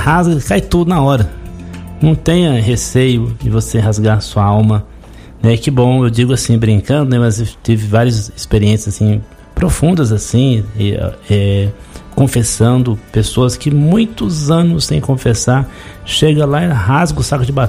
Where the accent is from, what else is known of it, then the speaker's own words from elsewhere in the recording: Belo Horizonte, Minas Gerais, Brazil; também sou de Belo Horizonte.